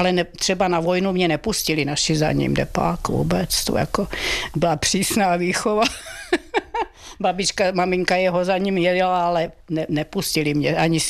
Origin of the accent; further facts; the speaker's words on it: Brandýs nad Orlicí, Pardubice Region, Czechia; dojížděla jsem z Brandejsa do Ústí na Gympl a z Brandejsa do Litomyšle na Pajdák